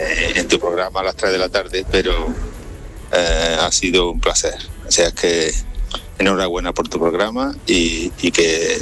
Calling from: Córdoba, Andalusia, Spain; de Córdoba.

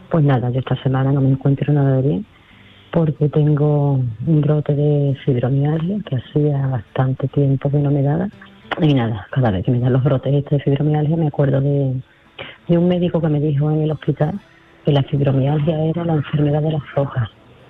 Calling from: Seville, Andalusia, Spain; de Sevilla.

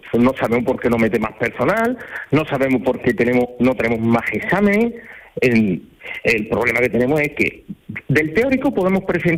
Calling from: Seville, Andalusia, Spain

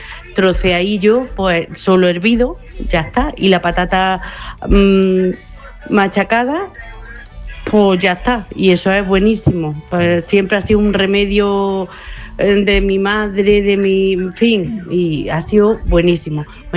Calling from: Bailén, Andalusia, Spain; de Bailén.

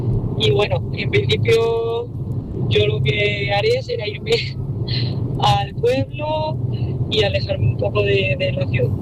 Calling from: Granada, Andalusia, Spain; Buenos días, yo vivo en Granada

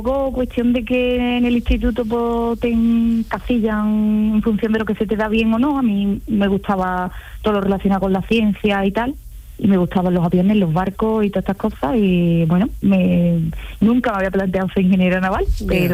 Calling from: Andalusia, Spain; yo soy de la Sierra de Cádiz

